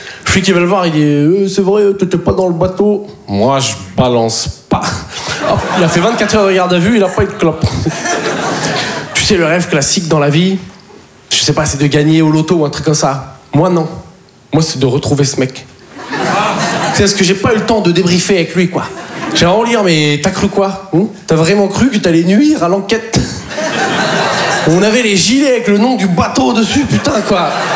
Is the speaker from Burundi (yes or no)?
no; Poitiers, Nouvelle-Aquitaine, France